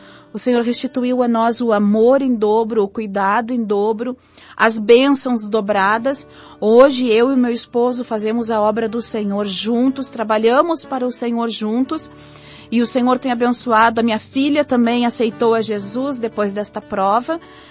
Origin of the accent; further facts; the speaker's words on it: Gravataí, Rio Grande do Sul, Brazil; eu sou da cidade de Gravataí, no Rio Grande do Sul